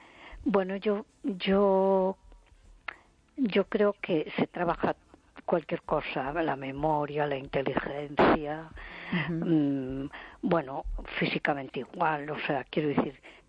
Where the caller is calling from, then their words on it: A Coruña, Galicia, Spain; de Coruña.